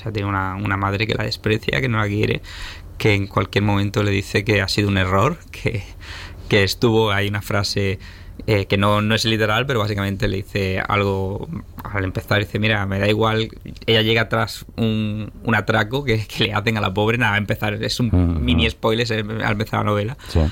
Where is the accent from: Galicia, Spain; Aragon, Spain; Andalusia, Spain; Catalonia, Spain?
Andalusia, Spain; Almería; also born or lived in Melilla; yo al final soy de Almería, lo poco, lo mucho que tengo, es me he criado aquí, mi madre es de aquí, mi padre es de Melilla, yo también nací, aunque nací en Melilla, yo me siento almeriense